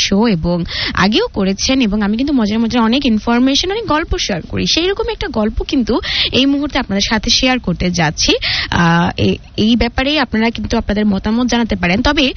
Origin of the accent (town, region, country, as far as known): Bangladesh